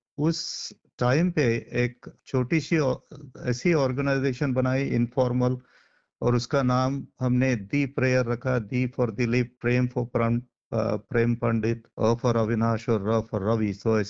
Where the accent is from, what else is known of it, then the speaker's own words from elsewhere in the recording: Ballarpur, Maharashtra, India; moved away as an adult; also born or lived in Nagpur, India; now in Australia; मैं एक छोटे गांव में पला बड़ा हूँ, बल्लारशाह नाम का।